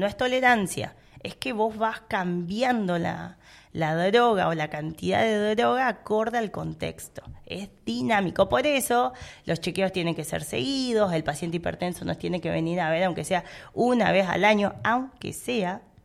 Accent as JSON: {"language": "Spanish", "region": "Formosa", "country": "Argentina", "said": "Yo soy de Formosa"}